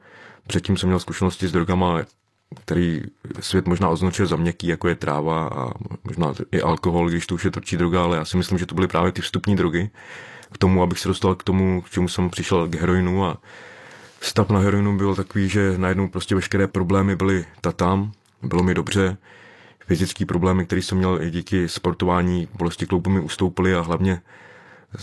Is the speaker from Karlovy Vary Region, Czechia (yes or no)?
yes; Karlovy Vary, Karlovy Vary Region, Czechia; pocházím z Karlových Varů